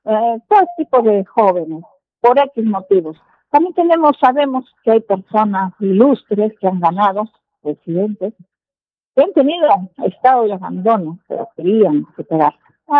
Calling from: Peru

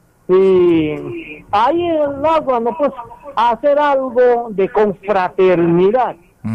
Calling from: San Martín, Peru; para compartir en Agua No Muy Una el día del aniversario de mi pueblo

